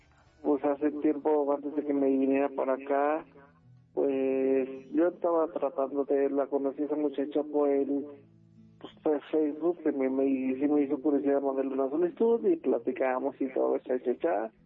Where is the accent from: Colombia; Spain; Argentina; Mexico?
Mexico; Tulancingo, Hidalgo; born or raised there